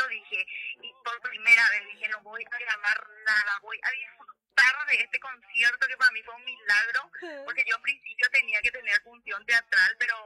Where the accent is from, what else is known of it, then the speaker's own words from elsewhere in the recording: Paraguay; vamos a disfrutar de esto que nos une como paraguayos